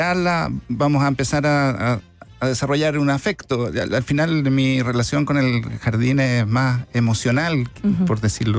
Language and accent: Spanish; Santiago, Santiago Metropolitan Region, Chile; moved away; also born or lived in southern Chile; yo soy originario de Santiago, después me fui al sur y después volví a Santiago.